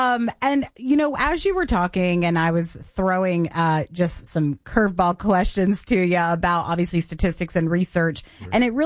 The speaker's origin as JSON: {"language": "English", "town": "Knoxville", "region": "Tennessee", "country": "United States", "tie": "born or raised there", "said": "my hometown of Knoxville, Tennessee"}